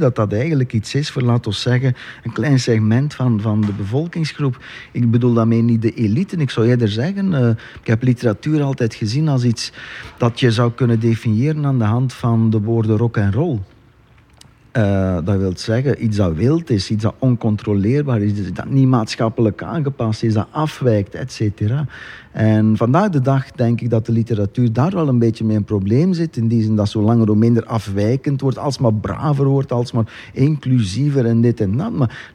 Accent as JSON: {"language": "Dutch", "region": "Flanders", "country": "Belgium", "accent": "Waasland", "said": "wij komen alle 2 van het Waasland."}